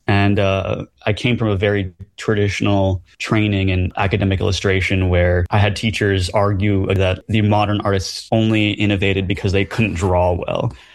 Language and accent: English; New York City, New York, United States; I grew up in Brooklyn, New York, in Red Hook.